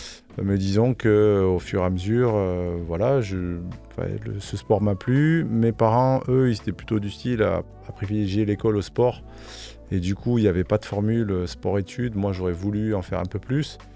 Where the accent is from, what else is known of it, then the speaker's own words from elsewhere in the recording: Occitanie, France; moi j'ai grandi vers Perpignan